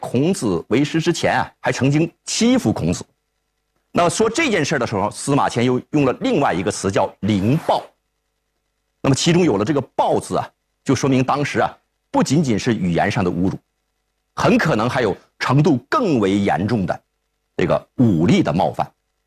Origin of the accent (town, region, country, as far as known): China